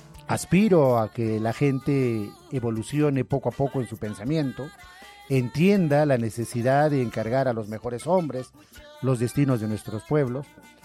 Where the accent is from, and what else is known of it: Chilca, Peru